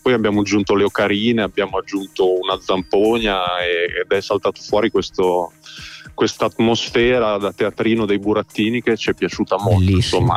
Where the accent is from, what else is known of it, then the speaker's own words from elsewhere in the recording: Emilia-Romagna, Italy; Io vengo dall'Appennino reggiano